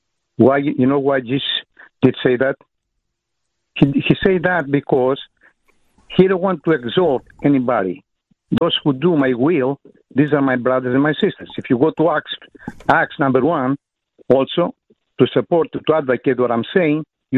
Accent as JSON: {"language": "English", "country": "Greece", "second_language": "English", "said": "I'm from Greece. I know the language very well."}